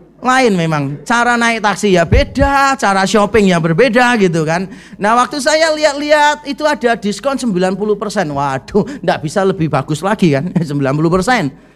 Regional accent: Indonesia; Orang Indonesia kan biasanya begitu kalau shopping

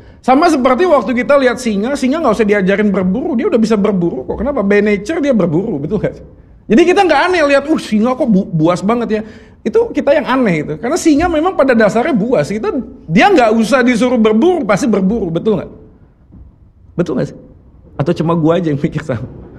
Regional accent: Bandung, West Java, Indonesia; now in Surabaya, Indonesia; Orang bilang muka saya ini cetakannya orang Batak, betul ya. Papa mama saya dari Sumatera, tapi saya lahir dan besar di Bandung. Jadi saya gak bisa bahasa Batak, saya lebih fasih bahasa Sunda.

